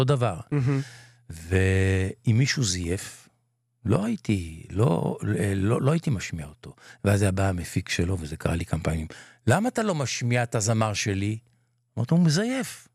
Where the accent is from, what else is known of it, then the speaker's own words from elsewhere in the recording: Jerusalem, Jerusalem District, Israel; first language Ladino; Hebrew is a second language; אני שייך לקהילה הירושלמית, הסמך תטים של ירושלים, שבסלנג זה ספרדית טהור, הוריי גדלו בעיר העתיקה בירושלים, מדורי דורות אנחנו בעיר העתיקה בירושלים, שפת אמי הראשונה בביתי הייתה ספניולית, לדינו. תרבות הלדינו הייתה שלטת בבית.